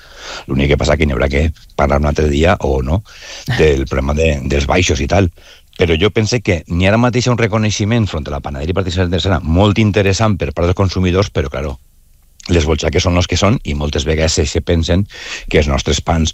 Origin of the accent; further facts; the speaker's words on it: Valencia, Valencian Community, Spain; soc del Cabanyal, a mi m'encanta eixir pel barri, veure el meu barri